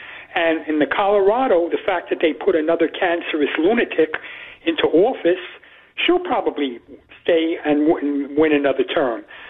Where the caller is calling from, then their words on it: United Kingdom; as we British say.